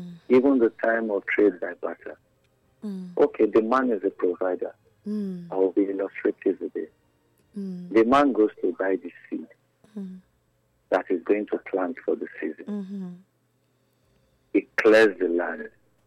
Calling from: Iwoba, Nigeria; calling from Iwoba.

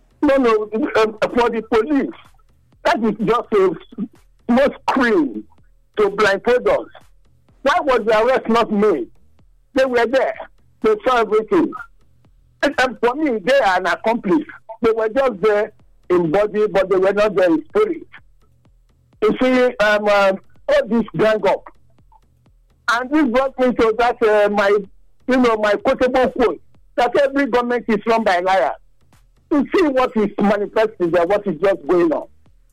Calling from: Nigeria; I'm calling from Santana Junction, Ebosha Community.

